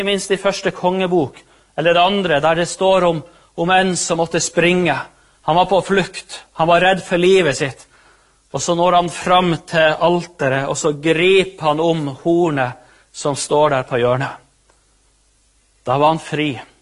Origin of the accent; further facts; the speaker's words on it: Målselv, Troms, Norway; Det gikk aldri noen flyalarm i Målselv når vi var unger og vokste opp